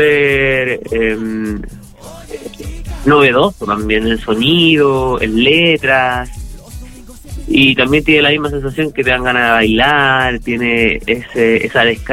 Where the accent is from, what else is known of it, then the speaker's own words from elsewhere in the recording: Valparaíso, Chile; also born or lived in Viña del Mar; Somos directamente de Valparaíso y Viña del Mar.